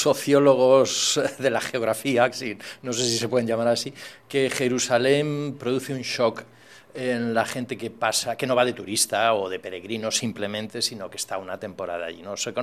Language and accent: Spanish; Galicia, Spain; now in Mallorca, Spain; yo soy del norte de Galicia, de tierra de marinos, y por tanto pues aquí en Mallorca estoy encantado, que estoy como en mi tierra, ¿no?